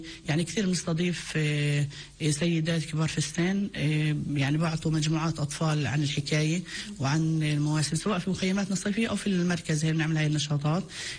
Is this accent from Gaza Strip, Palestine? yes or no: no; West Bank, Palestine; احنا يعني في بلدتنا في كفر الحادث